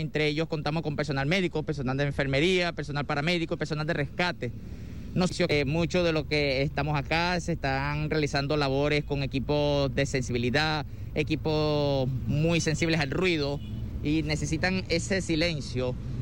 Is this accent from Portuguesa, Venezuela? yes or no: no; Barinas, Venezuela; De Barinas, del estado Barinas.